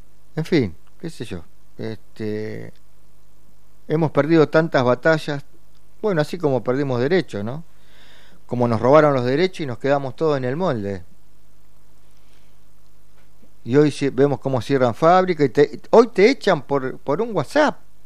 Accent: Argentina; Digo la Argentina porque somos argentinos

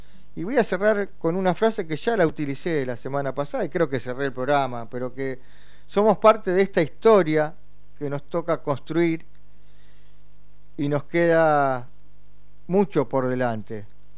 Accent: Argentina; Y nos concientizamos de lo que nos pasa como argentinos, ¿no? Como ciudadanos de este país

